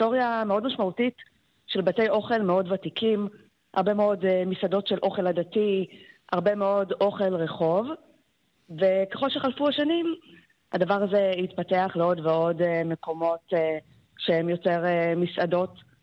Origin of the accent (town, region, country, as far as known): Haifa, Haifa District, Israel; born or raised there